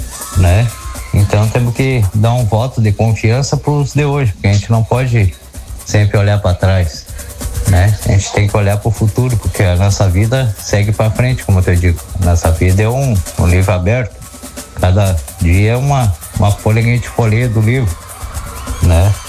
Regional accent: Brazil; Nós somos brasileiros, torcemos para a seleção brasileira

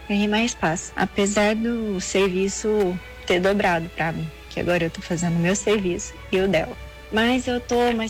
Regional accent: Guarulhos, São Paulo, Brazil; eu sou de Guarulhos.

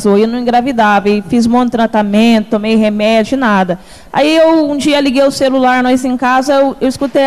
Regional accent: São Paulo, Brazil; now in Piracema, Brazil; Então, eu vim do estado de São Paulo e 2 anos morando na Piracema.

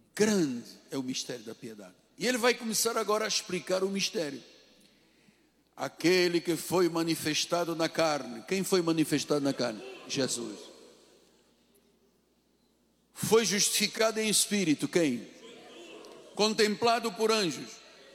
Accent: Angola; na minha língua, da minha terra, Angola, Quimbundo.

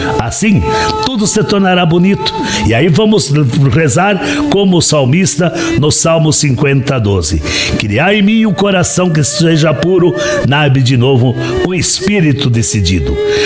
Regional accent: Santa Catarina, Brazil; São Miguel, minha terra natal

